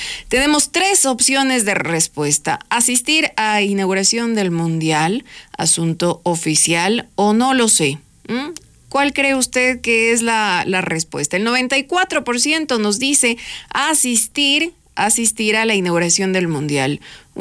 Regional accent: Quito, Pichincha, Ecuador; como diríamos los quiteños

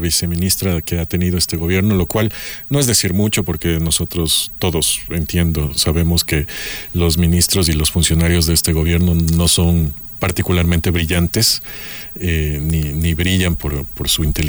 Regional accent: Ecuador; nosotros como ecuatorianos

